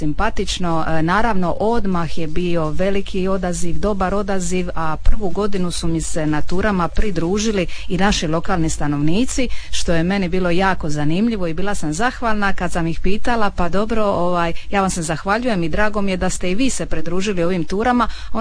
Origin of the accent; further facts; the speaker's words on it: Biograd na Moru, Zadar County, Croatia; moved away as an adult; also born or lived in Vrgada; Ja jesam s ovoga područja, moji korijeni su s otoka Vrgada, ja sam odrasla u Biogradu na moru, međutim trenutno život me odveo na neko drugo mjesto.